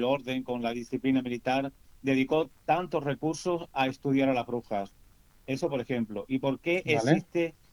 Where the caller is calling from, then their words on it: Extremadura, Spain; yo soy una tierra en la comarca de Olivenza.